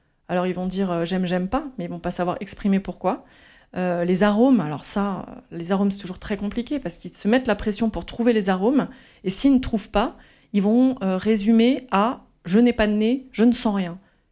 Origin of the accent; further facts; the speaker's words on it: Île-de-France, France; moi, je viens de région parisienne.